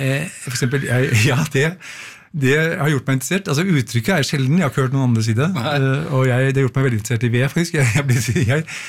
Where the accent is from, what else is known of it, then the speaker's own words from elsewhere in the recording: Lysaker, Akershus, Norway; Jeg vokste opp på Lysaker, og det var jo da Fornebu flyplass. Vi kaller det Fornebu, vi som bodde der, ikke U.